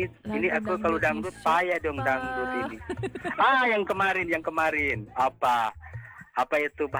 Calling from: Manado, North Sulawesi, Indonesia; Kita orang Manado, Dok.

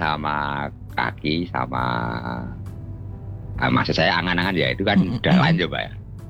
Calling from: Karanganyar, Central Java, Indonesia

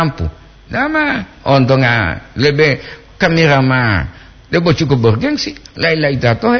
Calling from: Bongo, Gorontalo, Indonesia; Saya dari Bongo Batu Da'a Pantai.

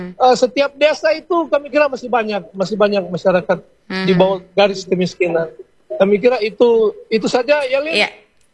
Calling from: Indonesia; Di Batungkas, di desa saya ada satu sekolah rakyat sementara dibangun

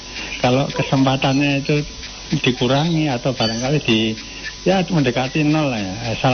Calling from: Java, Indonesia; saya ini sebagai orang Jawa

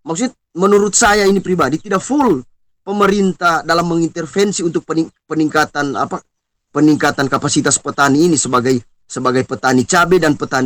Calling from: Tojo Una-Una, Central Sulawesi, Indonesia

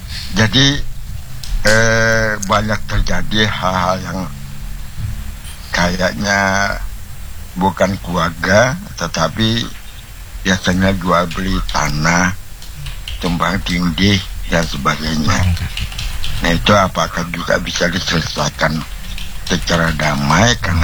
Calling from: Samarinda, East Kalimantan, Indonesia; Kebetulan kami orang Palaran, ya kan?

